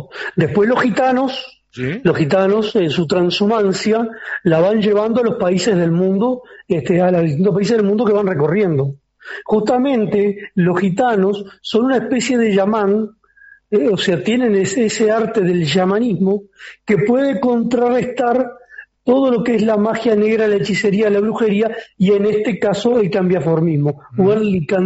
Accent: Montevideo, Uruguay; Yo me crié en Piedras Blancas, ahí en Uruguay, en Montevideo.

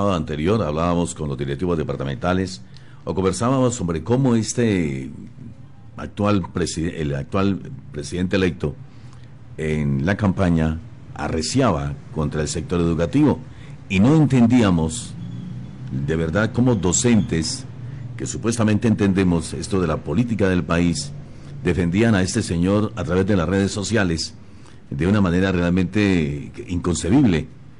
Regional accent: Colombia

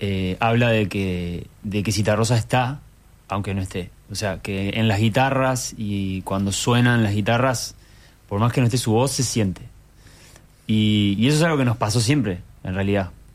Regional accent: Montevideo, Uruguay; yo sí soy de Malvin

